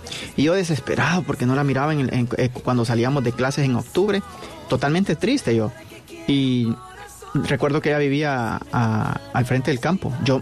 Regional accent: Colón, Honduras; moved away; Tengo mucha familia que tenía medios de comunicación allá en el departamento de Colón, de donde yo vengo, en Honduras

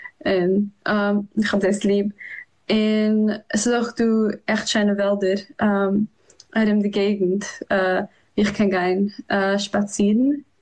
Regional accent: New York City, New York, United States; German is a second language; was ich bin aufgewachsen in New York.

